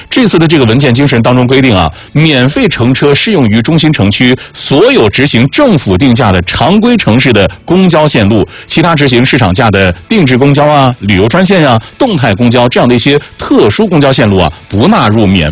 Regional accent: Henan, China; now in Neijiang, China; 我老家，我们河南省啊

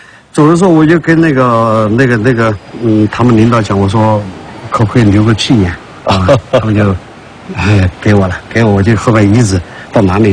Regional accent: Sichuan, China; 我说我是四川的，啊，低海拔上来的

